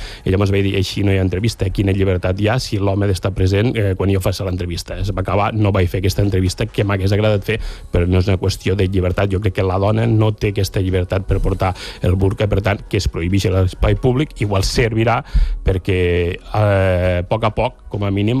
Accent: Balaguer, Catalonia, Spain; me'n vaig cap a Balaguer, soc de Balaguer

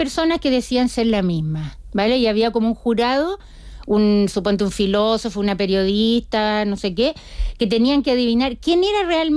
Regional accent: Chile; Te diría que me siento más palestina cuando he estado y también me siento más chilena viviendo fuera.

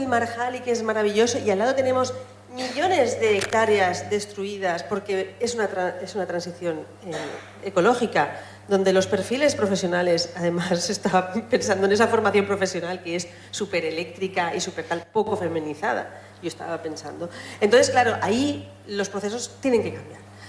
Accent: Sagunto, Valencian Community, Spain; yo soy de Sagunto

